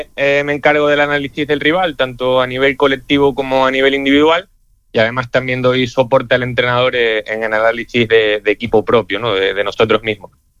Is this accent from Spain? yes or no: yes; Tenerife, Canary Islands, Spain; moved away as an adult; now in Madrid, Spain; yo soy de aquí, de Tenerife, he vivido pues hasta los 18 años en Tenerife y evidentemente tengo prácticamente toda mi familia aquí, todos mis amigos, mi entorno más cercano y evidentemente que lo echo de menos, pero estoy muy a gusto ahora en Madrid